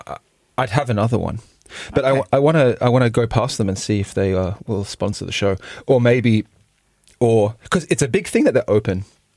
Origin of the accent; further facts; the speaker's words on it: Australia; moved away; I come from Australia